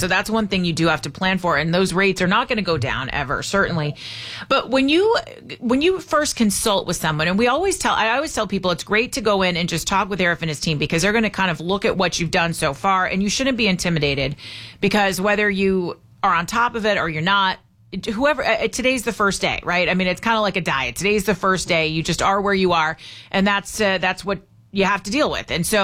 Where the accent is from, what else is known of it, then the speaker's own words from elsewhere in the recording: California, United States; I was born and raised in California. I would love to stay here and spend the rest of my life in California.